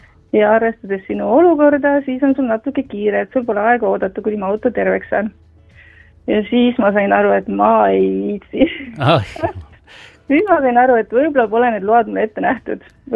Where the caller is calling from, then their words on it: Tartu, Tartu County, Estonia; ja Tartust